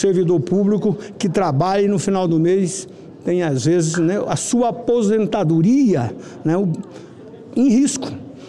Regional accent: Rondonópolis, Mato Grosso, Brazil; o falecimento de dois importantes nomes da história da minha cidade natal, Rondonópolis.

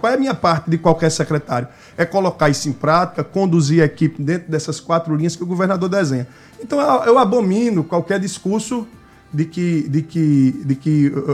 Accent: Araripina, Pernambuco, Brazil; moved away as an adult; now in Paraíba, Brazil; Sou de Araripina, no Pernambuco, divisa com o Piauí, mas sou cidadão paraibano já com título concedido pela Assembleia.

